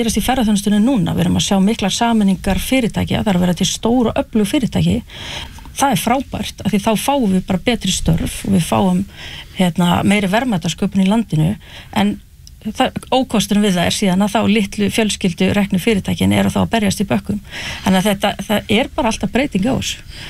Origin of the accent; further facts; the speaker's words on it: Hrísey, Northeastern Region, Iceland; ég bara ólst upp í Hrísu og horfði á sjávarútveginn þar hrynja